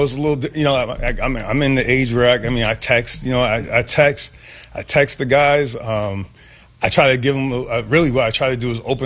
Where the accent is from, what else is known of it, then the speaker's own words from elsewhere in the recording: Waterbury, Connecticut, United States; You know, here I'm a kid from Waterbury, Connecticut. You know, wasn't a good football player.